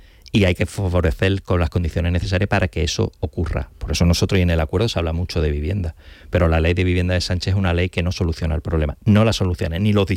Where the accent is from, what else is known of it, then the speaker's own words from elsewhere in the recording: Cádiz, Andalusia, Spain; Yo soy gaditano, una vivienda, las últimas viviendas de protección oficial en Cádiz son 275.000 euros.